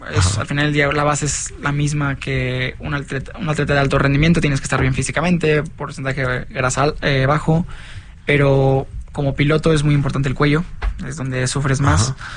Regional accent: Monterrey, Nuevo León, Mexico; now in Valencia, Spain; Sí, yo nací en Monterrey, mi familia sigue viviendo en Monterrey, entonces esa

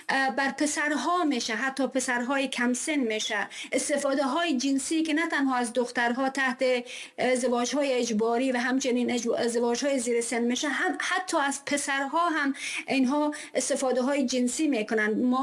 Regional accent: Afghanistan; ماهایی که اهل افغانستان هستیم

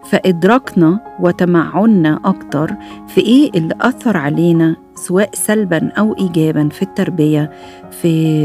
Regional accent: Egypt; خصوصا عندنا في مصر هنا، اللي فات مات

